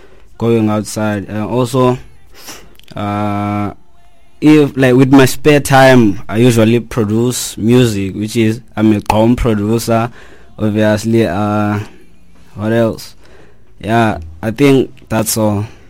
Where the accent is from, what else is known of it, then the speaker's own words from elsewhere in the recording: Eastern Cape, South Africa; now in Australia; I came all the way from Eastern Cape, but I'm based here in Australia now. Came for studies, obviously.